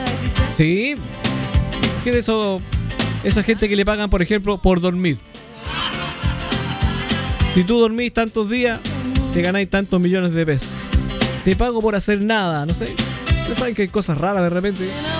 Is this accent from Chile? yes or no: yes; Chile